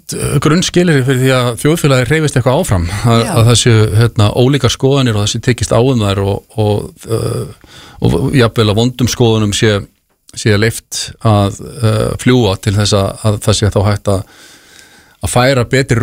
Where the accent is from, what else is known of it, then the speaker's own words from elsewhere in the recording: Garðabær, Capital Region, Iceland; Við erum bara uppeldisbræður úr Garðabænum. Við erum hérna, báðir fættir þar og uppaldir.